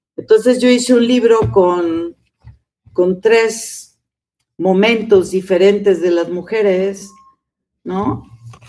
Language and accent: Spanish; Mexico